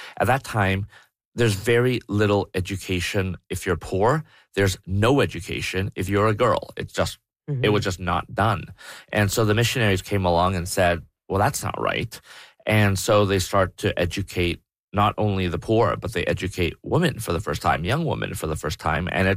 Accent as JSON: {"language": "English", "town": "Toronto", "region": "Ontario", "country": "Canada", "tie": "born or raised there", "said": "Again, I mentioned I'm ethnically Chinese, but growing up in Toronto, you're going to meet Koreans."}